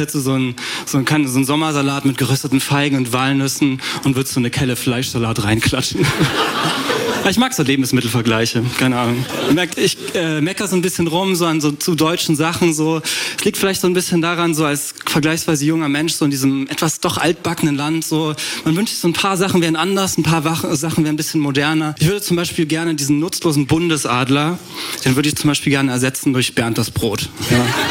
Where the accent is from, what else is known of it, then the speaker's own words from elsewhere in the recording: Jena, Thuringia, Germany; Vor allem, ich komme aus Jena und das klingt ja so schön, ja, so fast französisch, so richtig.